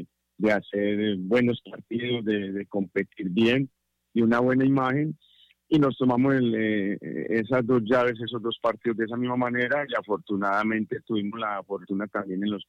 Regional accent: Medellín, Antioquia, Colombia; moved away; Sí, yo soy nacido en Medellín, Antioquia, en una comuna que es el barrio Campo Valdés, y allá pues me nací, me crié, y es donde pertenezco

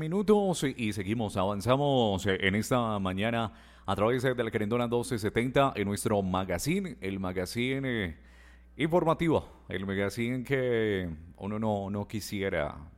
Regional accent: Pereira, Risaralda, Colombia; como pereiranos, como colombianos, se la vamos a superar.

